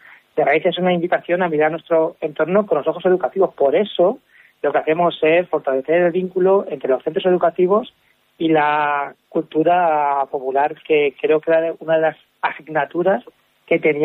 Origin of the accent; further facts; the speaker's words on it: Consuegra, Castilla-La Mancha, Spain; yo soy de Consuegra